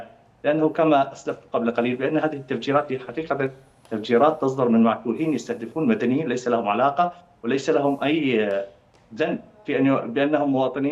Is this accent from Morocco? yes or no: no; Syria; اليوم أنا سوري أعيش في وطن، في بلدي سوريا